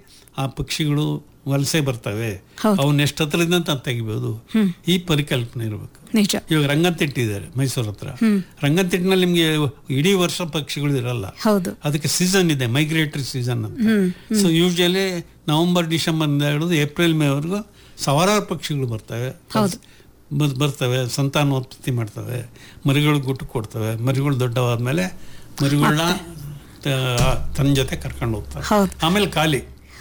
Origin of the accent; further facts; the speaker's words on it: Chitradurga, Karnataka, India; ಇಲ್ಲ, ನನಗೆ ತುಂಬಾ ಖುಷಿ, ಯಾಕಂದ್ರೆ ನಾನು ಓದಿದ ಊರು ನಮ್ಮೂರು ಅನ್ನೋ ಹೆಮ್ಮೆ ನನಗಿದೆ. ನಾವು ನಿಮ್ಗೆ ಕರೆದಾಗೆಲ್ಲ ನಮ್ಮ ಚಿತ್ರದುರ್ಗ ಬರ್ಬೇಕಂತ ಭಾಳ ಆಸೆ ಇದೆ.